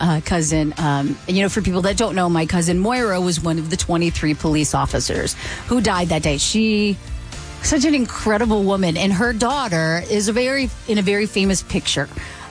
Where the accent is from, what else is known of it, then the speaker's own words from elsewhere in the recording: New York, United States; born there; I'm a New Yorker, you know, that's where I was born, that's where I was.